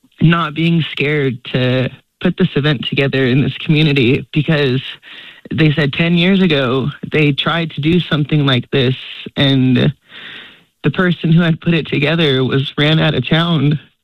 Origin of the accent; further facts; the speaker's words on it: Fort Hall, Idaho, United States; now in Elko, United States; because I'm originally from Fort Hall, Idaho, from the Shoshone-Bannock tribes, and I've been in Elko the last 4 years.